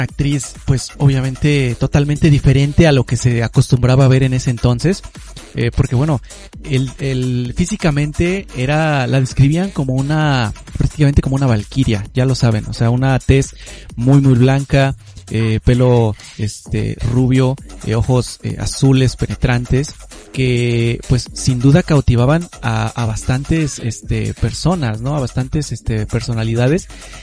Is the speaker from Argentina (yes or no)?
no; Mexico